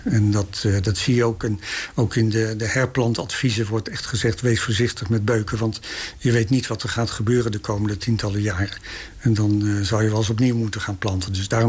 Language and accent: Dutch; Belt-Schutsloot, Overijssel, Netherlands; Nee, ik kom niet uit Vollenhoven, ik kom uit Belschutsloot.